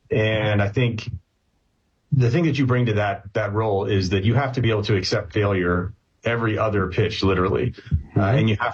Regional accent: Virginia, United States; Sure, absolutely. I'm only child from Northern Virginia, sir.

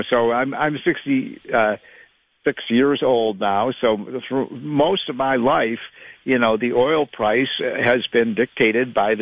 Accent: Chicago, Illinois, United States; 16 years old growing up in Chicago

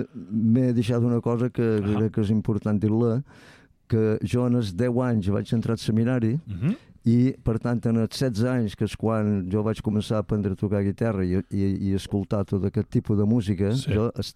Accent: Ferreries, Balearic Islands, Spain; also born or lived in Maó; Jo som de Ferreries, però després vaig anar a viure a Mó

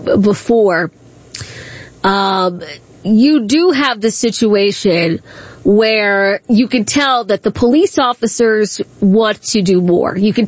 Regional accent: Accokeek, Maryland, United States; I grew up in Accokeek, Maryland. That's where we were.

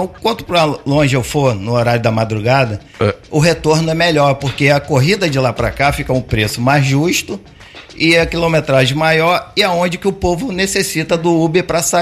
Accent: Rio de Janeiro, Brazil; now in Natal, Brazil; eu sou carioca.

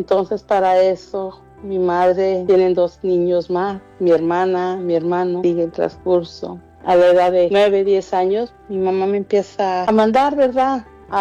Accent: Ciudad Hidalgo, Michoacán, Mexico; Soy de Michoacán, de Ciudad Hidalgo, Michoacán. Tengo 52 años

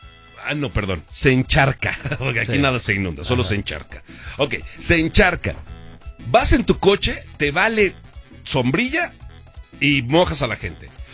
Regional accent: Mexico; O sea, somos buenos mexicanos, ¿no?

